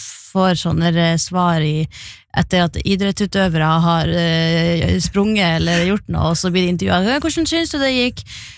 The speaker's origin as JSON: {"language": "Norwegian", "area": "Beiarn", "region": "Nordland", "country": "Norway", "tie": "born or raised there", "said": "For jeg jo vokst opp med sånn, I Beiern"}